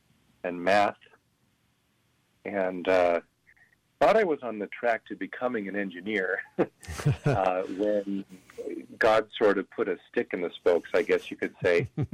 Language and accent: English; Pasco, Washington, United States; I was born and raised in Pasco, Washington, and so I grew up in St. Patrick Parish, which is now the largest parish in the diocese.